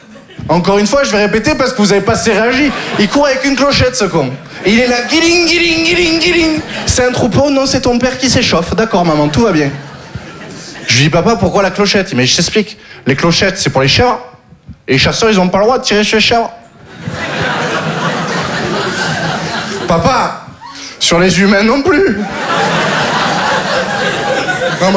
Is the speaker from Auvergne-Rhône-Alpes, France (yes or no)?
no; Occitanie, France; born or raised there